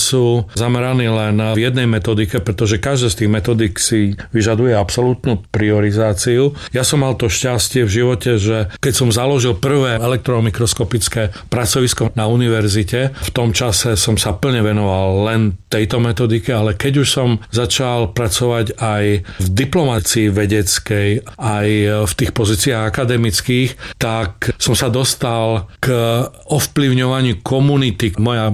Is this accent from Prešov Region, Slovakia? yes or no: yes; Čemerné, Prešov Region, Slovakia; also born or lived in Bardejov; Ja som sa narodil v Bardejove a potom sme sa presťahovali do Čemerného